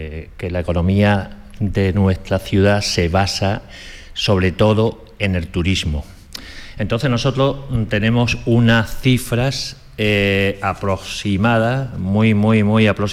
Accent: Ceuta, Spain; Aquí nosotros pensamos en andaluz, vivimos en andaluz y sentimos en andaluz.

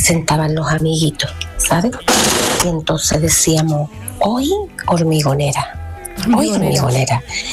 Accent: Seville, Andalusia, Spain; de aquí de Sevilla.

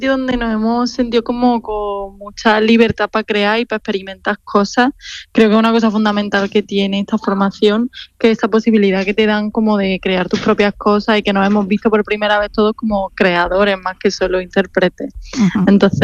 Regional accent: Granada, Andalusia, Spain; Flavio y yo somos de Granada y Manuel sí que es de aquí de Sevilla, Elena de Córdoba

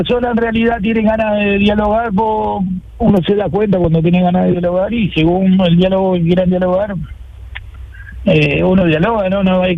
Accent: Uruguay; Yo tengo, a ver, como soy uruguayo, tengo varios idiomas, pero todo en español.

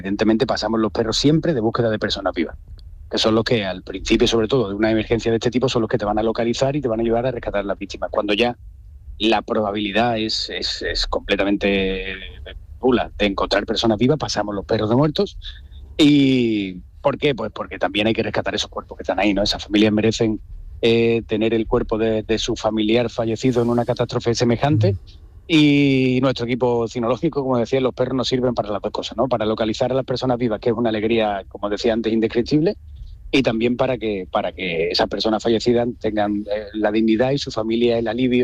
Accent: Dos Hermanas, Andalusia, Spain; Yo soy de Dos Hermanas.

